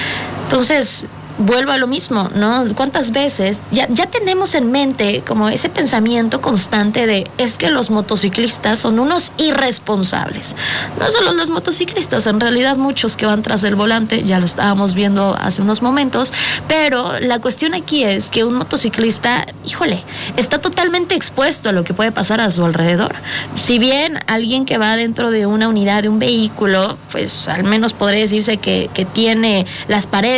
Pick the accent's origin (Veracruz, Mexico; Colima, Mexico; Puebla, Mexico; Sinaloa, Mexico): Puebla, Mexico; nosotros como poblanos